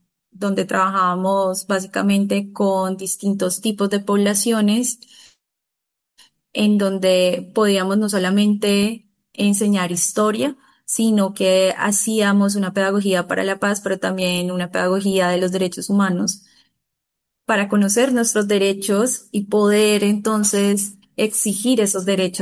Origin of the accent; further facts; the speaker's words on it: Buenaventura, Valle del Cauca, Colombia; born there; now in Cali, Colombia; nací en Buenaventura y emigré a la ciudad de Cali.